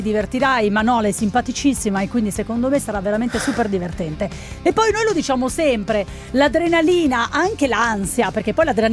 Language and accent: Italian; northern Italy, Italy; io, essendo del nord